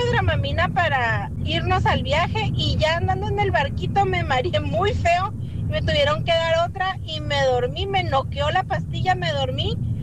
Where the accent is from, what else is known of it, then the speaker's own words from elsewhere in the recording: Ensenada, Baja California, Mexico; yo vivía en Ensenada, yo soy de Ensenada